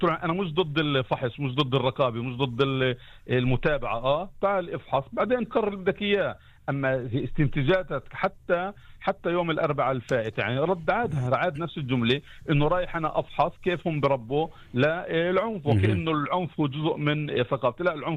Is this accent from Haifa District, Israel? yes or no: yes; Umm al-Fahm, Haifa District, Israel; أم الفحم هي يعني العطاء بتعلموا من هنا.